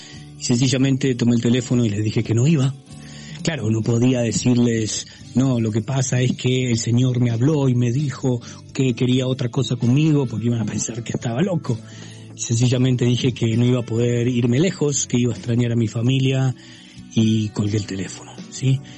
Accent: Argentina; soy argentino.

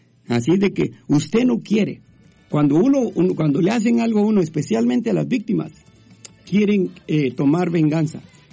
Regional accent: Guatemala; moved away; ¿Quién quiere salir de su país? Cuando yo salí de Guatemala, salí llorando y me pasé años llorando aquí también.

